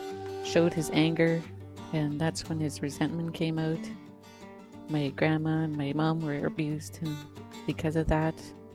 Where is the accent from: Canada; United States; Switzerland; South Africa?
Canada; British Columbia; I'm originally from Upper Nakli Indian Band, which is near Merritt, BC. The reserve is in two parts called Koshana and Douglas Lake. I lived on Koshana.